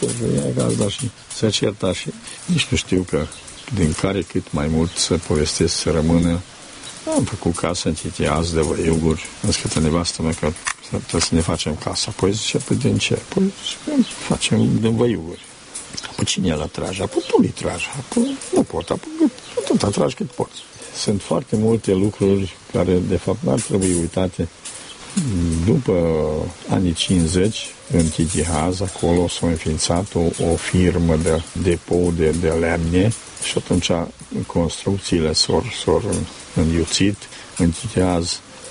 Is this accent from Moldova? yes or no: no; Sălaș, Romania; cam m-am crescut la Sălaș, nu vreau să mă bag până acolo în spate